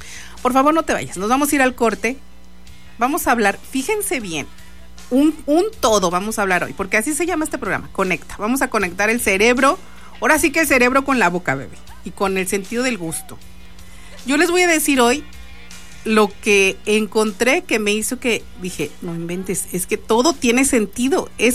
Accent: Mexico; así somos los mexicanos, bien mañosos.

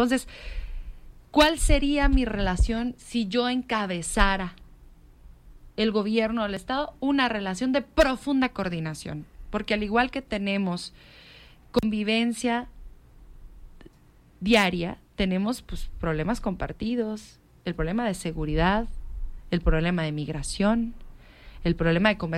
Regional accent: Ciudad Juárez, Chihuahua, Mexico; born there; Yo nací en México. Mi hijo nació en México

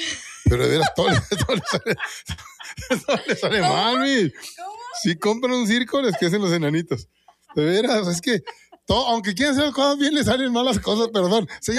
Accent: Mexico; Yo soy muy mexicano, muy de la región.

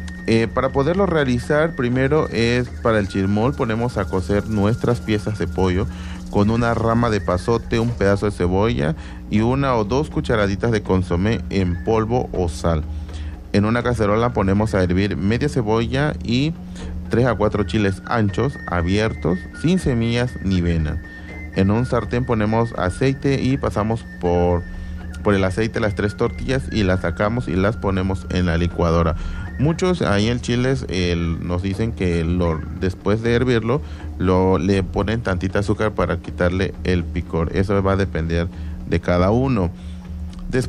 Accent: Tabasco, Mexico

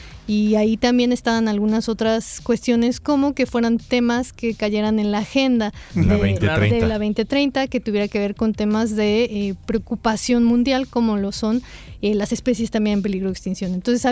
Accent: Río Blanco, Veracruz, Mexico; ahí de donde yo soy, de la zona de Orizaba, no específicamente en Río Blanco, sino ahí en Orizaba, Veracruz

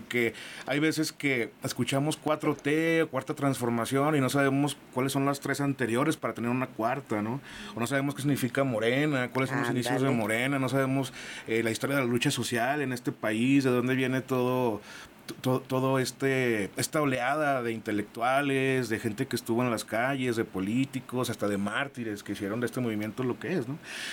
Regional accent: Mexico

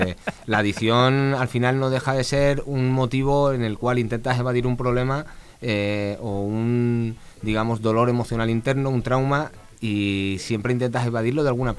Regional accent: Sotillo de la Adrada, Castile and León, Spain; moved away as an adult; now in Honduras; yo vengo de, soy español, yo vengo de un pueblo en el corazón del Valle del Tietar que se llama Sotillo de la Grada

